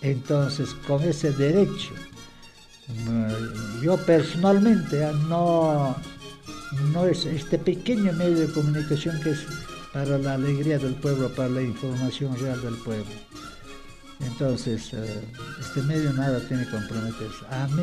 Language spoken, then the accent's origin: Spanish; Cusco, Peru; soy patrimonio cultural vivo de la región del Cusco